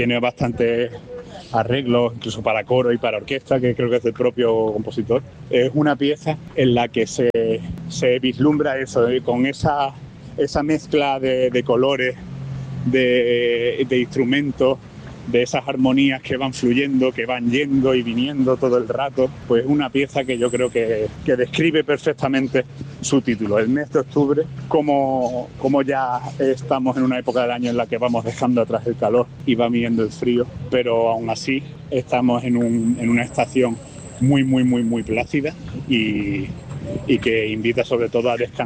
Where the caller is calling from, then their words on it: Málaga, Andalusia, Spain; soy de Málaga. Y bueno, desde aquí, desde este bullicio en una ciudad que ha amanecido con gotas de lluvia